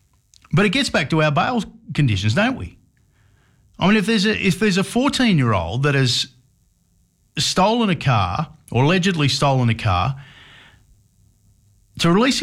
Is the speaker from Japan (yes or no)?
no; Sydney, New South Wales, Australia; I grew up in Western Sydney, not far from where you grew up.